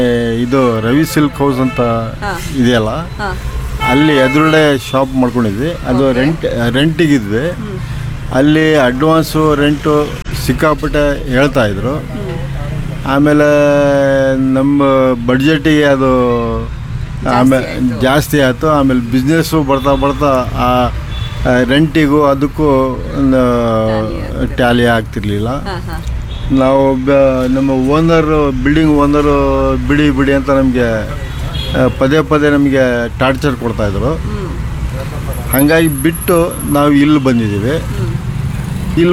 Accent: Shivamogga, Karnataka, India; ನಾವು ಶಿವಮೊಗ್ಗದಲ್ಲೇ ಹುಟ್ಟಿದ್ದು, ಬೆಳೆದಿದ್ದು ಶಿವಮೊಗ್ಗದಲ್ಲೇ, ಓದಿದ್ದು ಶಿವಮೊಗ್ಗದಲ್ಲೇ.

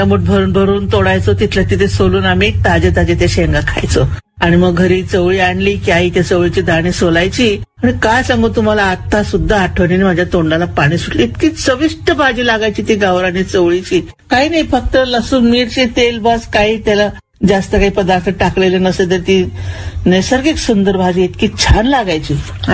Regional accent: Kapadne, Maharashtra, India; आमच्या खानदेशात धुळ्याजवळ आमचं गाव आहे छोटस कापडणे नावाचं खेड

